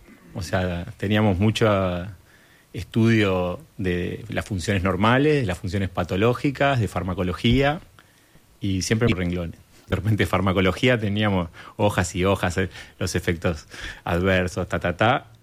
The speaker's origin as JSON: {"language": "Spanish", "region": "Montevideo", "country": "Uruguay", "tie": "born or raised there", "said": "Soy malvinense."}